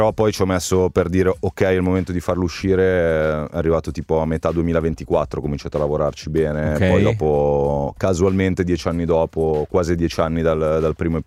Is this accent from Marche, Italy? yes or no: no; Cinisello Balsamo, Lombardy, Italy; born there; crescendo, ho imparato ad apprezzare la periferia vivendo Milano